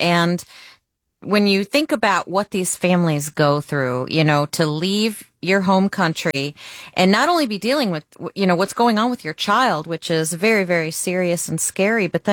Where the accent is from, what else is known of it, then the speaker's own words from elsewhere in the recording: New York, United States; now in Houston, United States; I grew up in New York